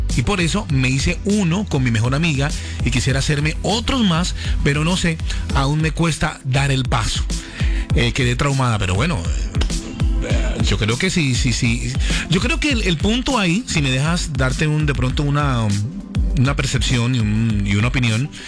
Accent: Colombia; nuestra independencia colombiana, de verdad que sí, un hito histórico que pues nos marca como colombianos

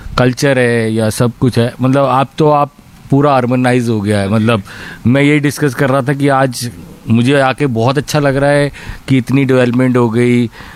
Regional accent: Delhi, India; तो जो हम दिल्ली से आए थे तो शायद हमें आदत नहीं थी

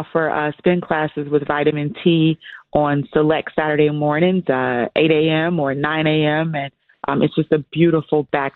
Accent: Chicago, Illinois, United States; I grew up in the South Shore area

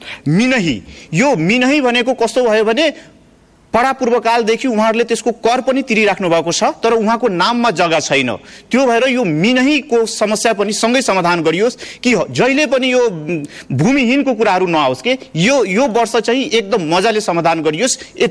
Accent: Madhesh Province, Nepal; born there; मेरै गाउँको कुरा गर्नुहुन्छ भने 200 भन्दा बढी मेरो वार्डमा, महागढीमा वार्ड नम्बर 7 मा

